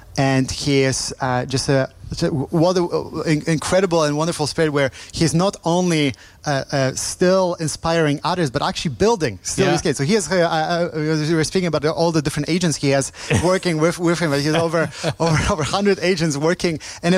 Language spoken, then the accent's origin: English; Poland; we started the company, I'm from Poland originally.